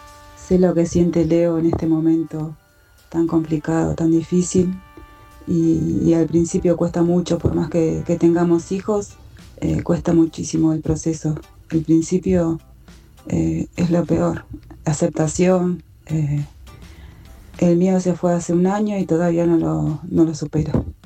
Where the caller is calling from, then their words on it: Moreno, Buenos Aires Province, Argentina; de Moreno.